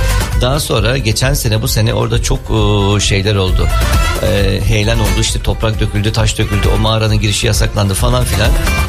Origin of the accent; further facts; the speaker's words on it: Xanthi, Eastern Macedonia and Thrace, Greece; ben İskeçeliyim demedim yoksa bizi almazlar.